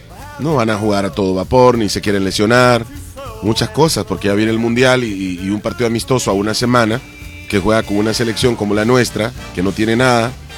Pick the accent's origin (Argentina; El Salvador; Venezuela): El Salvador; somos del Salvador.